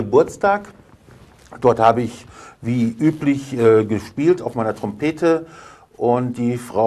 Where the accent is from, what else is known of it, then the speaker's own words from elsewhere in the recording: Beleke, North Rhine-Westphalia, Germany; Ja, ich komme ursprünglich aus Beleke im Sauerland. Das liegt in der Nähe von Warstein. Dort bin ich aufgewachsen.